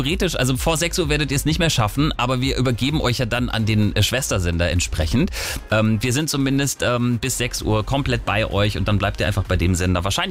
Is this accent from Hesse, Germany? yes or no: no; Baden-Württemberg, Germany; Komm ich aus der Ecke. Das heißt Konstanz.